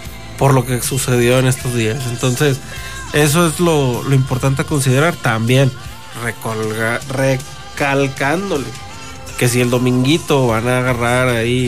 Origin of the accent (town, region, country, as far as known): Mexico